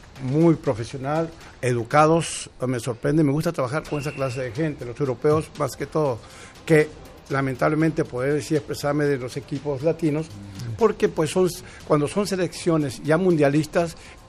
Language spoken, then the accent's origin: Spanish; Peru; yo soy peruano.